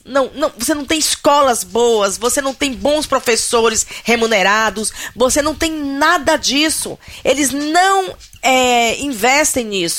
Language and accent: Portuguese; Bahia, Brazil; born there; Eu que sou nordestina legítima, baiana nascida